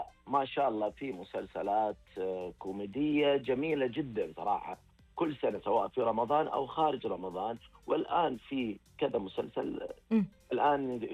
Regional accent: Saudi Arabia; وهذا يعكس على بيئتنا ودرامتنا احنا كسعودية.

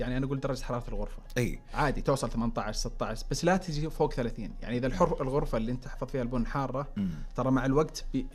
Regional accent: Saudi Arabia; احنا كسعوديين

